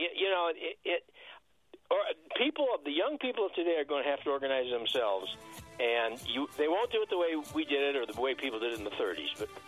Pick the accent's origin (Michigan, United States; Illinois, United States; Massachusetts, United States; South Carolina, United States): Michigan, United States; Detroit; I mean, I grew up in Detroit.